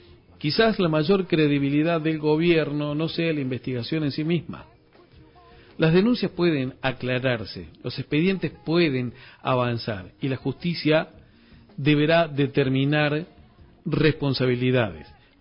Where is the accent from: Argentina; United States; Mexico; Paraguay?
Argentina